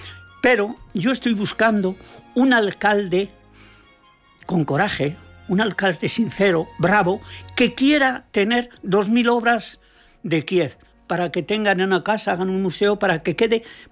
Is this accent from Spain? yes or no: yes; Madrid, Community of Madrid, Spain; moved away; also born or lived in Canada; yo cuando venía aquí era madrileño.